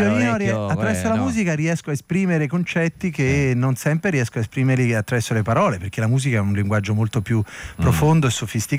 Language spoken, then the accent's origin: Italian; Portici, Campania, Italy; born there; Vivevo a Portici in provincia di Napoli